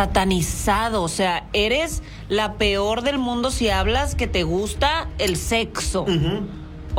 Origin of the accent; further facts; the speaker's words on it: Mexico; Creo que nosotros, sobre todo los mexicanos, venimos de una cultura muy machista